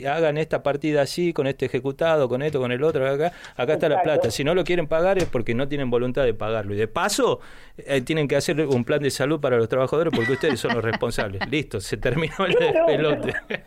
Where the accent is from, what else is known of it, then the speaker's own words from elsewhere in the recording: Argentina; en un país como Argentina, que históricamente hemos sido productores culturales